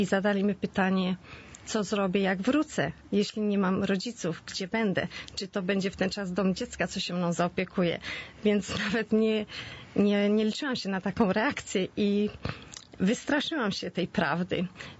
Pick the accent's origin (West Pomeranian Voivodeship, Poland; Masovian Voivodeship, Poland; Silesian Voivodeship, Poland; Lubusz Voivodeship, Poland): West Pomeranian Voivodeship, Poland; Świnoujście; moved away; Świnoujścia. Wyjechałam ze Świnoujścia i byłam praktykującą katoliczką